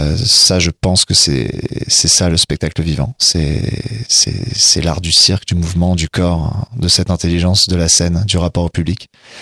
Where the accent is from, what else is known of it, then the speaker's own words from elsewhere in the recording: Laon, Hauts-de-France, France; also born or lived in Brou-sur-Chantereine, Seine-et-Marne; Je suis né à Brou-sur-Chantraine dans le 77 en Seine-et-Marne, mais très rapidement mes parents ont bougé en Picardie, maintenant ça se dit plus, c'est dans l'Aisne. J'ai vécu 11 déménagements sur ce secteur-là, je suis surtout resté au niveau de Laon, la ville couronnée.